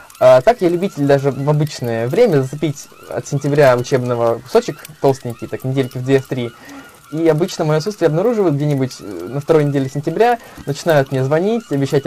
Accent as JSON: {"language": "Russian", "town": "Saratov", "region": "Saratov Oblast", "country": "Russia", "said": "Вот я из Саратова, при этом я не был в Самаре."}